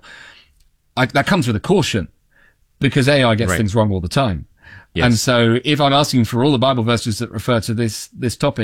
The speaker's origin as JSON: {"language": "English", "country": "United Kingdom", "said": "because I'm British"}